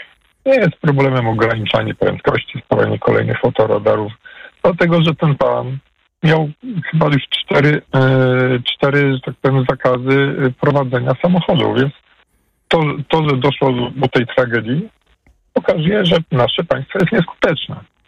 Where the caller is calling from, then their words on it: Kraków, Lesser Poland, Poland; ja jestem z Krakowa